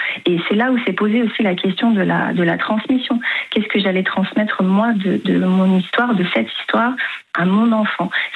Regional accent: France; also born or lived in Sarajevo; Moi, j'ai grandi en France, j'ai fait mes études en France. Enfin, je me considère vraiment française parce que c'est mon parent adoptif, la France.

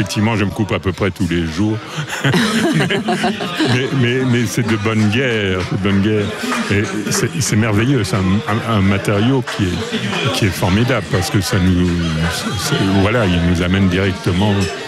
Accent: Fleurus, Wallonia, Belgium; born there

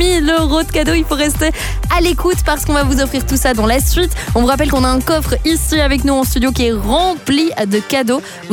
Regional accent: Italy; Et le dimanche, c'est pâte aussi, hein, parce qu'on est italien, on l'oublie pas, évidemment.

